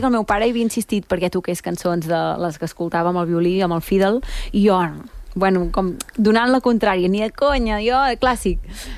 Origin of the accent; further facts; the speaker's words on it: Catalonia, Spain; Jo sóc d'Osona, de Catalunya.